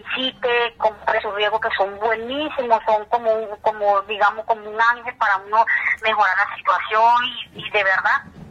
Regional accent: Venezuela; moved away; Bueno, ya 11 años y medio. Que llegué de Venezuela, primeramente.

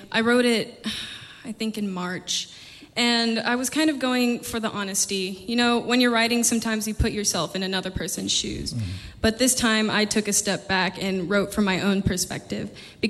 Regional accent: Tennessee, United States; also born or lived in Kentucky; And I'm from Tennessee. I was born in Kentucky.

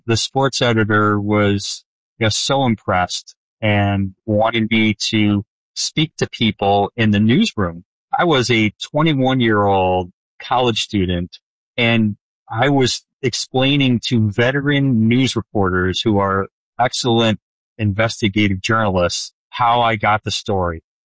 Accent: Chicago, Illinois, United States; moved away as an adult; I grew up in the Chicago area

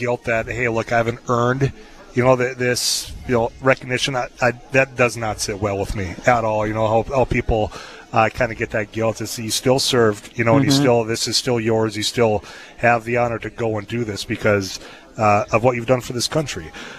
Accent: Leeds, North Dakota, United States; I'm from Leeds, North Dakota

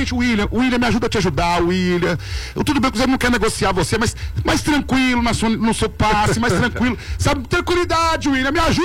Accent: Minas Gerais, Brazil; Mas nós somos de Minas Gerais, gente.

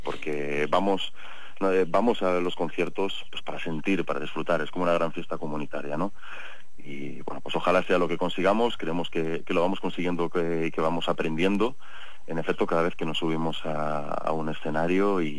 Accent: Medina del Campo, Castile and León, Spain; El resto somos todos oriundos de Medina del Campo

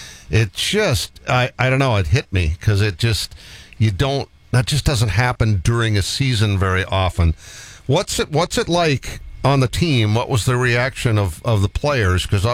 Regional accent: Adrian, Michigan, United States; We're, growing up in Adrian, which, by the way, is home of, I talk about this a lot on this show, that's one of my favorite little golf courses in this region.

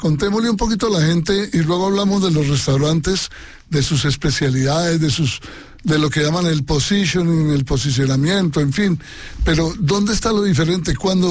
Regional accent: Spain

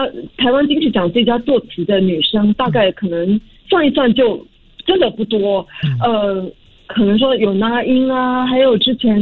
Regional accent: Singapore; 嘿，我们是新加坡人，谁说我们的中文不好？

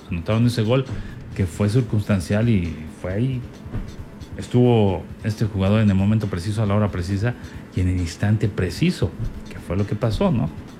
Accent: Mexico; festejamos como mexicanos

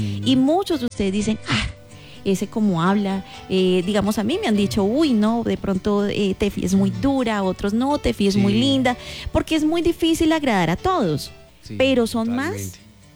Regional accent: Ibagué, Tolima, Colombia; es algo muy bonito porque tú y yo venimos de Ibagué

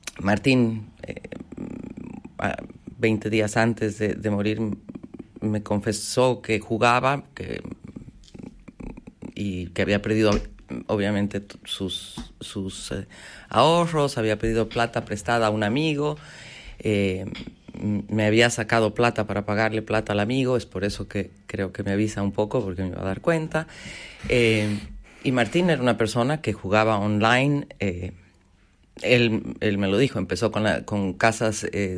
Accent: Bolivia; accent: Bolivian; now in Argentina; Yo hablo como bol soy boliviana, hablo como boliviana, pero vivo hace 29 años aquí, entonces me siento argentina

